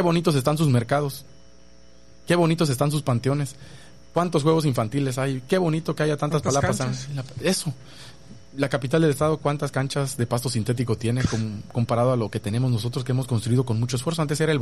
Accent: Ciudad del Carmen, Campeche, Mexico; born there; also born or lived in Mexico City; soy de Ciudad del Carmen

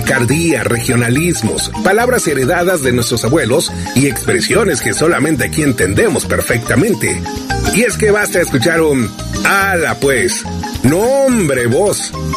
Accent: Tuxtla Gutiérrez, Chiapas, Mexico; en Chiapas, especialmente en Tuxtla, tenemos una manera muy peculiar, muy especial de expresarnos. Nuestro acento tiene influencias indígenas, principalmente zoques, además del español tradicional y expresiones centroamericanas que llegaron hace muchos años.

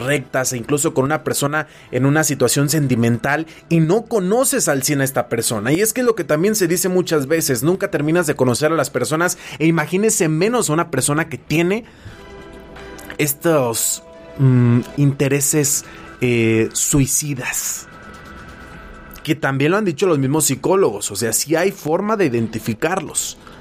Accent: Mexico; Pues así somos los mexicanos

